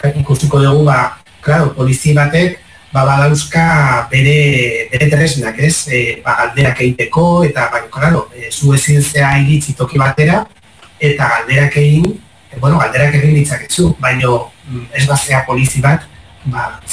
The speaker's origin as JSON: {"language": "Basque", "town": "San Sebastián", "region": "Basque Country", "country": "Spain", "said": "Ni donostiarra naiz, baino Pasaian eta Uria mendian asko ibili naiz, asko."}